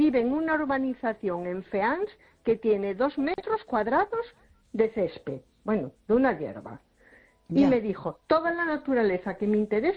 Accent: A Coruña, Galicia, Spain

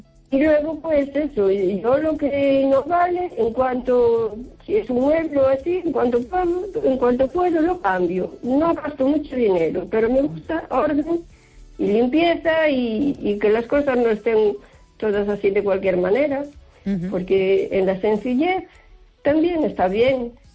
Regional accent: O Carballiño, Galicia, Spain

